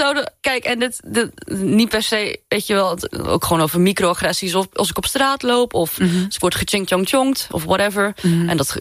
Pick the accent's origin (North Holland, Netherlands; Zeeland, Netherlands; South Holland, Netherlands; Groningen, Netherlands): Zeeland, Netherlands; first language Zeeuws; now in China; Maar dan kan ik alleen maar Zeeuws. Dus er zit een soort van oerkracht in die taal, want het is toch mijn eerste taal.